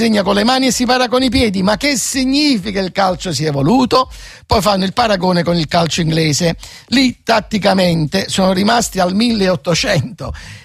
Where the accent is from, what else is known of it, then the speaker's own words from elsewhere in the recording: Avellino, Campania, Italy; Carle, anche io sono di Avellino, ma tifo Napoli da quando ho 6 anni e senza che nessuno mi abbia indirizzato.